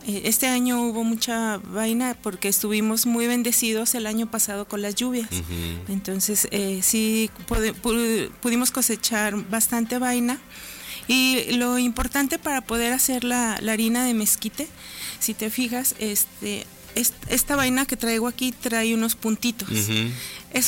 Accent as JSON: {"language": "Spanish", "region": "Aguascalientes", "country": "Mexico", "tie": "born or raised there", "said": "yo nací en Aguascalientes a principios de los 70s y crecí en el Mercado Terán. Mi familia es del Mercado Terán"}